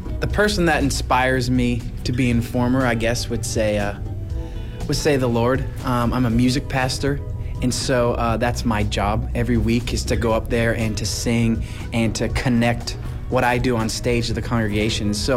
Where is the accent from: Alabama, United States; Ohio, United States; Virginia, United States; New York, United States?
Ohio, United States; Tipp City; I'm from Tip City, Ohio.